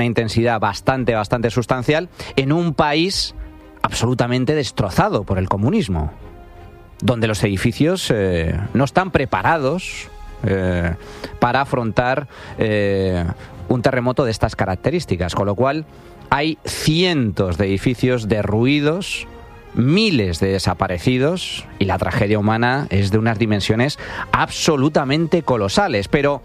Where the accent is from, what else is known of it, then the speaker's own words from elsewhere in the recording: Spain; En el caso de España todavía es de mayor gravedad ese abandono, porque somos un país rico.